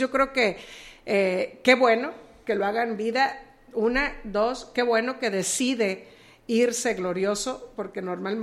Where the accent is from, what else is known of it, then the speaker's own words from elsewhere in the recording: Mexico; Pero a nosotros se nos durmió como mexicanos en su momento con Hugo Chávez.